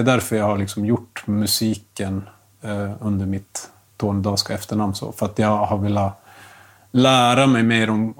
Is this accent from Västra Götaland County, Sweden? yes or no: no; Norrbotten County, Sweden; Men som sagt, jag växte upp i Malmfälten och då var det som att meänkieli var ett låtsaspråk och ansågs inte tillräckligt fint.